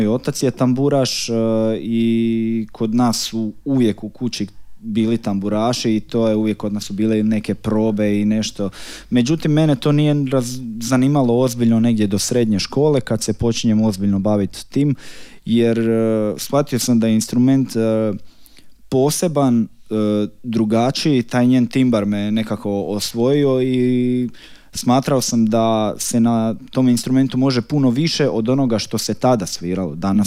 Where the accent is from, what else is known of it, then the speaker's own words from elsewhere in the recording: Slavonski Brod, Brod-Posavina County, Croatia; i ja sam slučajno baš iz Slavonskog Broda.